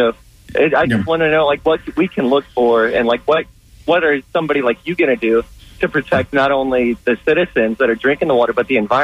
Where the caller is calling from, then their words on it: Lakeland, Florida, United States